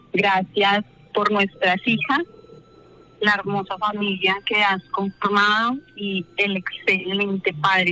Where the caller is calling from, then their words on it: Bogotá, Colombia; De Bogotá.